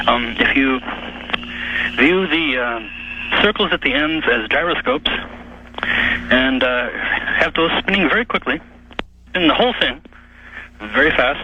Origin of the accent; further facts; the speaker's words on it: Minnesota, United States; Oh, actually, I'm originally from Minnesota.